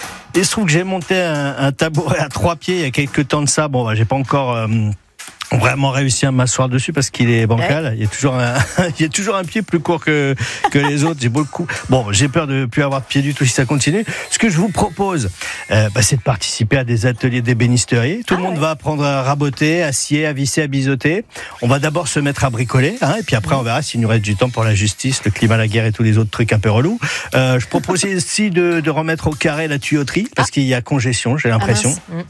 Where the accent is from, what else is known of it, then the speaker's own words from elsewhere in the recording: France; Alors, étant donné que moi aussi, je suis français, oui.